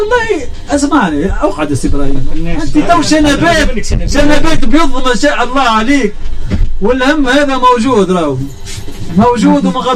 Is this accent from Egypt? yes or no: no; Tunisia; احنا بلاد تونسيه